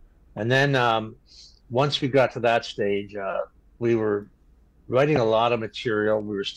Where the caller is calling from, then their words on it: Toronto, Ontario, Canada; Let's say Toronto. It's easier, okay?